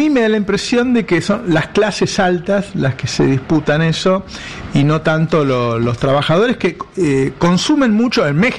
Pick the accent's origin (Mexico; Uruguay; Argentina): Argentina; Buenos Aires; now in Italy; en Italia, una moza de un bar me dice: ¿Tú eres de Argentina? Sí, sí. Me dice: ¿Dónde es? De Palermo.